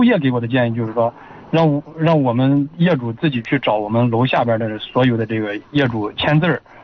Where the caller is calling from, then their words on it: China; 我是空港的。